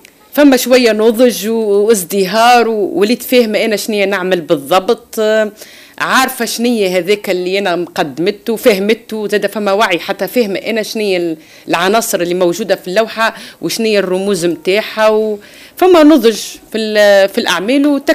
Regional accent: Tunisia; احنا عنا ميديا مهتمة بالفن التشكيلي في تونس

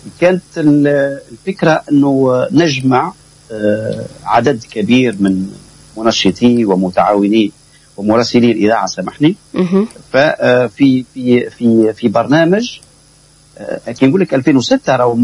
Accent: southern Tunisia, Tunisia; عندنا في الجنوب

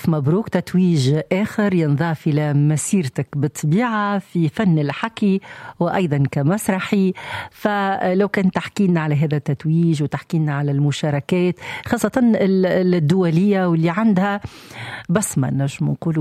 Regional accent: Tunisia; وإحنا تونسي

